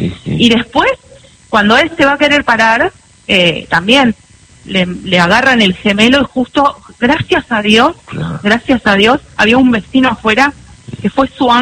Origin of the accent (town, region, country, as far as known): Macachín, La Pampa, Argentina; born there